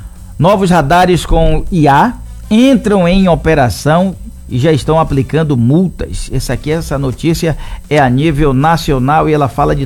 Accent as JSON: {"language": "Portuguese", "town": "Salvador", "region": "Bahia", "country": "Brazil", "tie": "born or raised there", "said": "Porque quando eu era pequeno lá em Paripe, eu lembro que a torcida aqui era Bahia e Vitória."}